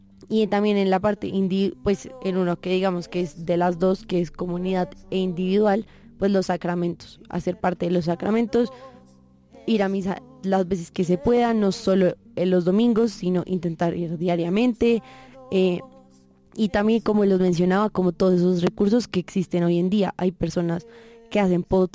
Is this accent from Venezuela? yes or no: no; Colombia